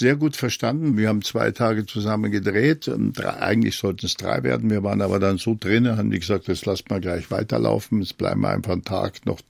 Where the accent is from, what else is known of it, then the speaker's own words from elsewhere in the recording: Germany; Und wenn ich als Deutscher mit diesem Akzent da komme, dann was soll man da machen?